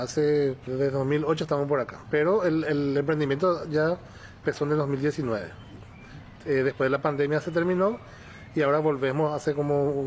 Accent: Hernandarias, Alto Paraná, Paraguay; now in Areguá, Paraguay; Nosotros somos de Hernandarias, ambos oriundos de allí. La vida nos separó cuando ella fue a España, estuvo trabajando ya más o menos 11 años. Y yo primero marché por acá, me mudé a Aregua.

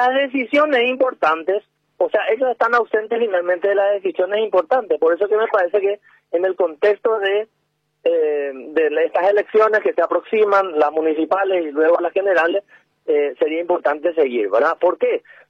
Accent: Paraguay; en qué condiciones queremos seguir siendo paraguayos

